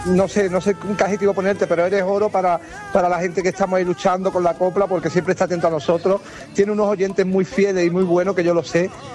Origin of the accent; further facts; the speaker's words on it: Vélez-Málaga, Andalusia, Spain; yo me siento muy beleño, muy malagueño, muy del pueblo